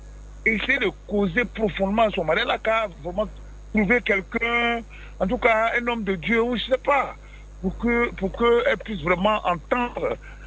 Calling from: Abidjan, Côte d’Ivoire; j'appelle d'Abidjan.

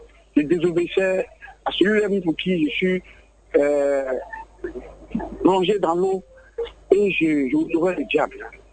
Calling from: Aboboté, Abidjan, Côte d’Ivoire; Ça va. Je suis appelé d'Aboboté.

